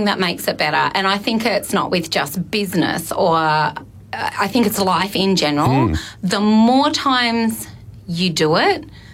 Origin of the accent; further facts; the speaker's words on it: Murray, Australia; because I am from the Murray, I just love the area.